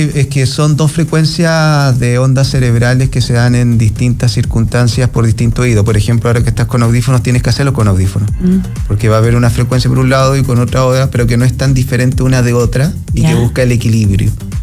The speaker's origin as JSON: {"language": "Spanish", "town": "Curicó", "region": "Maule", "country": "Chile", "said": "yo soy de Curicó"}